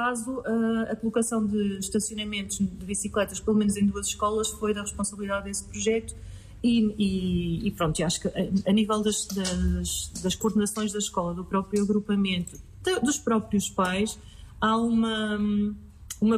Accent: Lisbon, Portugal; now in Aveiro, Portugal; eu sou de Lisboa

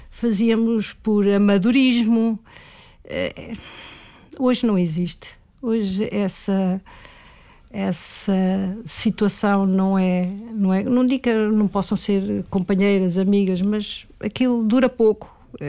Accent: Aveiro, Portugal; also born or lived in Coimbra; Não. Sou de Aveiro, mas à época, com alguma incompatibilidade com algumas professoras, mudei-me para Coimbra, onde ingressei num colégio.

